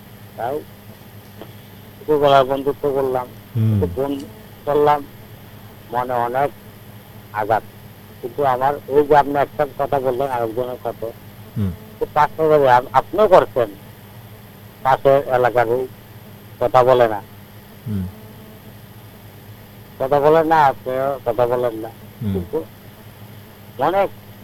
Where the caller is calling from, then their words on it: Agartala, Tripura, India; এখানে আমার বাড়ি হলো অভয়নগর।